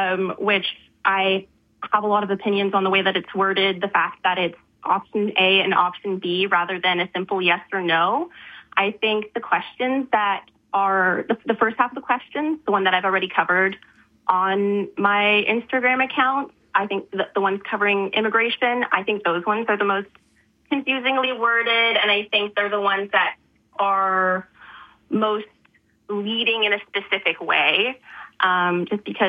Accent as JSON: {"language": "English", "town": "Calgary", "region": "Alberta", "country": "Canada", "tie": "born or raised there", "said": "growing up in Calgary for pretty much my entire life"}